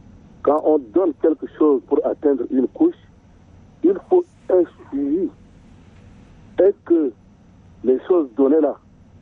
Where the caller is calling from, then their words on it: Tokra, Chad; je suis à Tokra, dans la zone un peu reculée, comme la plaine carrément.